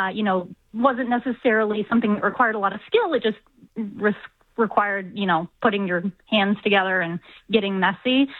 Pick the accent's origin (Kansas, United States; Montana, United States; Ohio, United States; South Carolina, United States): Ohio, United States; Columbus; also born or lived in Baltimore / San Francisco / Cincinnati / Chicago; now in Detroit, United States; I've lived in Baltimore and San Francisco. I grew up in Columbus, Ohio. I moved here from Cincinnati. I've lived in Chicago.